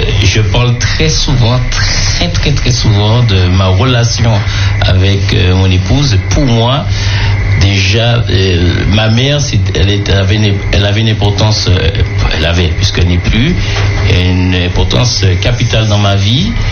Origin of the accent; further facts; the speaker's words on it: Martinique; chez nous, en Martinique